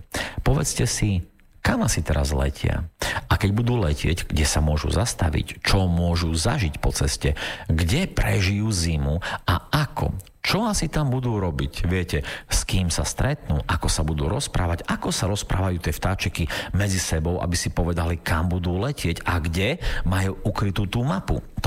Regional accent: Bardejov, Prešov Region, Slovakia; lebo ja som sa narodil v Bardejove a tam som prežil celé svoje detstvo.

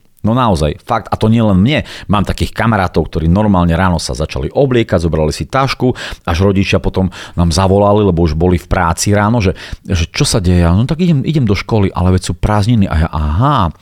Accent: Bardejov, Prešov Region, Slovakia; narodil som sa v Bardejove, v takom malom mestečku a býval som v takej bytovke Kapiaťka

